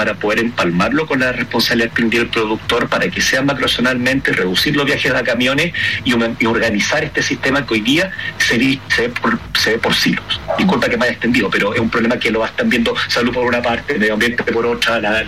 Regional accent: Iquique, Tarapacá, Chile; Te digo al tío, yo soy de Iquique. El comportamiento de la gente de Iquique es muy distinto a el comportamiento de la gente que vive en Valdivia, o que vive en Puerto Montt

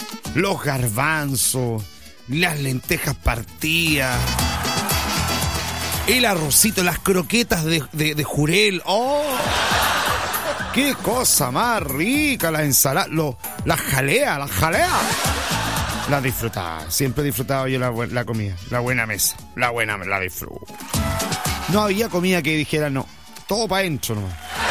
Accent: Lota, Biobío, Chile; yo soy nacido, criado y malcriado en Lota. Y estudié en el colegio Niño Jesús.

